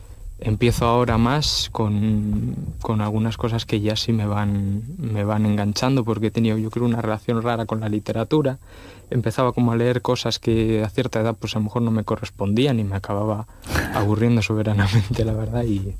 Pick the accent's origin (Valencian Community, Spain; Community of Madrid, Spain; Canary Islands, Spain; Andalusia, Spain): Community of Madrid, Spain; Madrid; Yo no soy de Asturias, yo soy de Madrid.